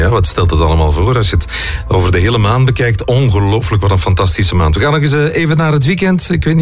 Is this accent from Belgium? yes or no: yes; Flanders, Belgium; als Vlamingen